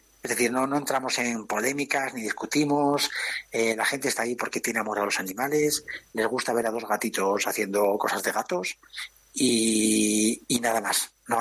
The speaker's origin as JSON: {"language": "Spanish", "region": "Asturias", "country": "Spain", "said": "yo me los llevo de viaje cuando voy a Asturias, sabes que soy asturiano"}